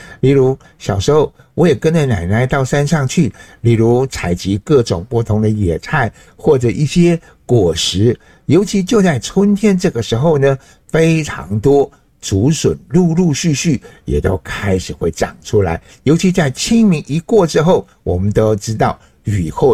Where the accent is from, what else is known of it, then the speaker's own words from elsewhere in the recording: Nanzhuang, Miaoli County, Taiwan; 我小时候我住在那个苗栗县南庄乡八卡山部落我老家的时候